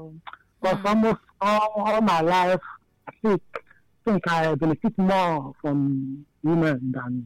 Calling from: Afikpo, Ebonyi, Nigeria

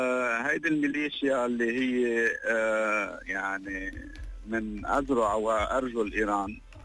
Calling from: Lebanon; أنا إنسان لبناني

